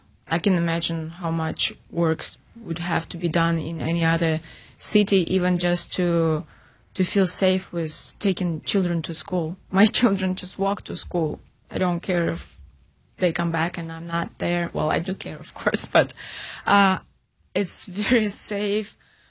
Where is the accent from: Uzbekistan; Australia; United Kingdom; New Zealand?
Uzbekistan; also born or lived in St. Petersburg, Russia / Ukraine; now in Midland, United States; I was raised in Uzbekistan. Then I spent half of my life in Russia, in St. Petersburg, the most beautiful city in the world. Then my husband is from Ukraine, so obviously we lived in Ukraine.